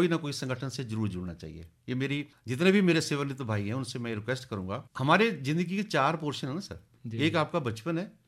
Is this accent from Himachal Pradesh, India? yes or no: yes; Ghumarwin, Himachal Pradesh, India; born there; now in Dharamshala, India; मैं घुमारवीं का रहने वाला हूँ, तो जहाँ पैदा हुए हैं वहाँ के साथ हमेशा आपकी अटैचमेंट तो रहती है।